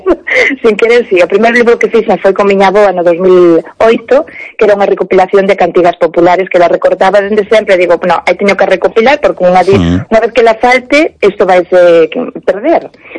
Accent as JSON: {"language": "Galician", "town": "Piñor", "region": "Galicia", "country": "Spain", "said": "de Barrán, de Piñor, que é donde son eu"}